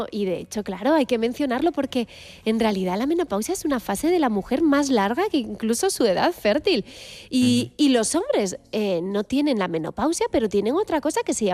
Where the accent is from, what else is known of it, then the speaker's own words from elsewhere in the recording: Galicia, Spain; now in Madrid, Spain; quizás sea porque soy gallega